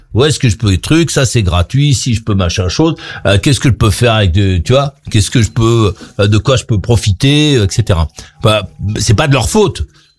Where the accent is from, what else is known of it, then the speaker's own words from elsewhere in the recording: France; Bah oui, je suis Français moi.